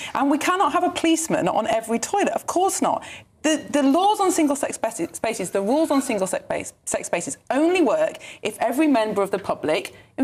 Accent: Sheffield, Yorkshire and the Humber, United Kingdom; born there; I was born in Sheffield.

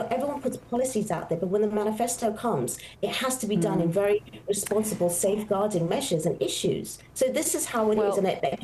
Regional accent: United Kingdom; I am proudly British and love this country.

